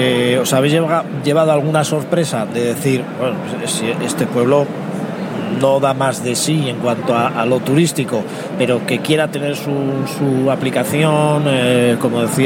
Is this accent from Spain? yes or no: yes; San Sebastián, Basque Country, Spain; San Sebastián, que es de donde soy yo